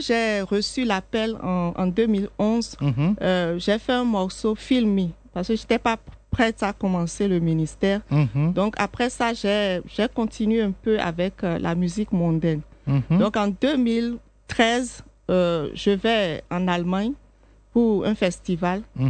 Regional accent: Benin; puisqu'il savait que j'étais du Bénin, il s'est rapproché de moi pour me dire, bon, écoute, je suis passée dans ton pays du sud, je suis montée jusqu'au nord.

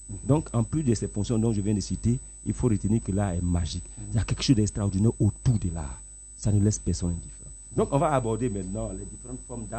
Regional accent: Côte d’Ivoire; Moi, ici, africain, je suis ivoirien.

